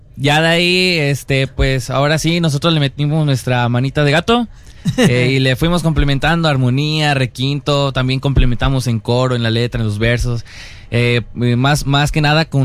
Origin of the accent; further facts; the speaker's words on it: Xalapa, Veracruz, Mexico; Somos aquí, de Jalapa.